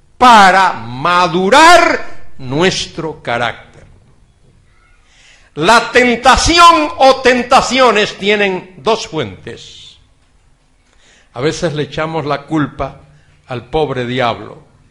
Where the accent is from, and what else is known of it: Galicia, Spain